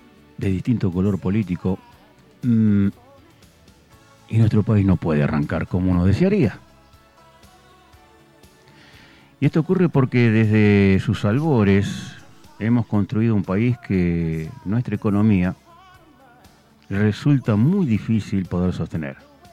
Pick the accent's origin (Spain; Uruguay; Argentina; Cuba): Argentina